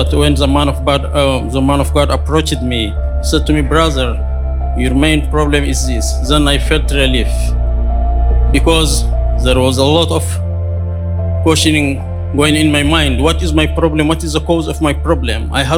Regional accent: Eritrea; now in Netherlands; I am from Eritrea, but I reside here in the Netherlands.

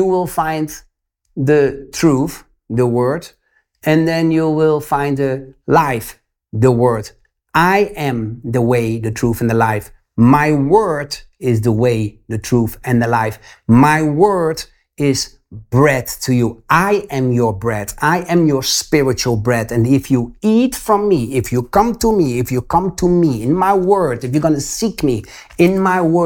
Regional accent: Netherlands; English is a second language; like I'm from Holland, but I'm convicted in Portugal, you know

